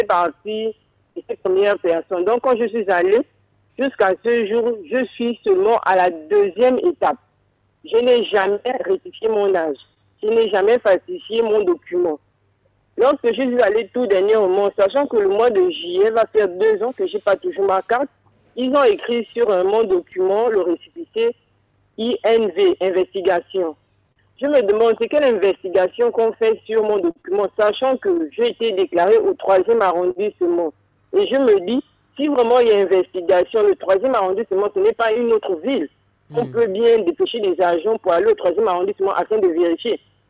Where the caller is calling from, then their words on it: Gabon; Moi, je suis Gabonais de souche, d'origine. Je n'ai pas des parents étrangers.